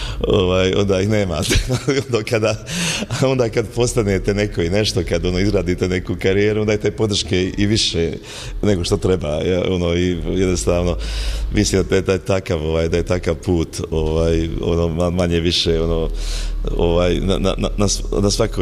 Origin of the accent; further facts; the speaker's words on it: Bosnia & Herzegovina; to je kod nas u Bosni česta ta sintagma.